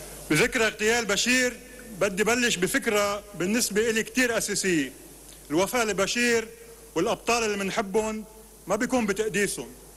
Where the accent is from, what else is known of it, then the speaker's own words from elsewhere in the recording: Lebanon; أنا مؤرخ لبناني، بقضي جزء كبير من حياتي عم بدرس تاريخ لبنان الحديث،